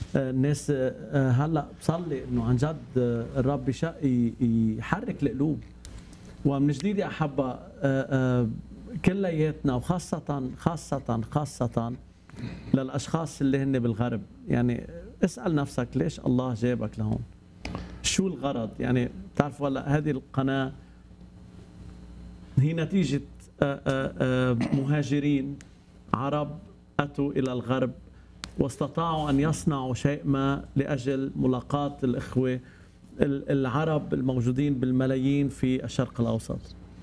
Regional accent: Lebanon; أنا كلبناني إذا بدي أحضر تلفزيون

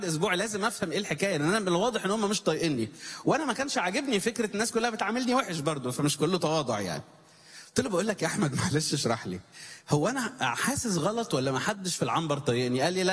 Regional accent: Cairo, Cairo Governorate, Egypt; وانا جاي من القاهرة.

